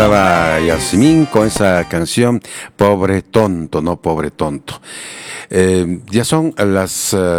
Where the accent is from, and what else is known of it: Peru